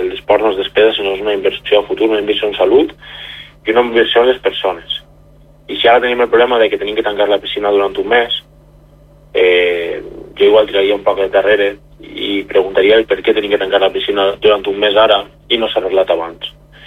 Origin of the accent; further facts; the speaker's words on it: Oliva, Valencian Community, Spain; No, jo sóc ciutadà d'Oliva des de que vaig nàixer, i conforme he dit, jo tinc la meva feina en Oliva i torno a la feina